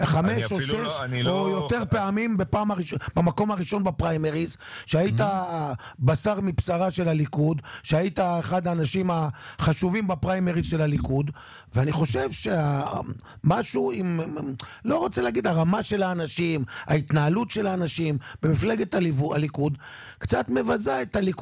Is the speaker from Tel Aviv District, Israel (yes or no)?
no; Kiryat Shmona, Northern District, Israel; אני גדלתי בית בקריית שמונה, שהוא ימין, ימין, ימין, מה שנקרא באמת על מלא, מלא, מלא, עם הערצה מטורפת לבגין, עם תמונות של בגין